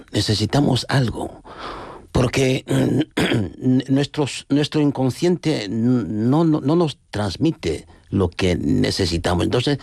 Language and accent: Spanish; Equatorial Guinea; Somos africanos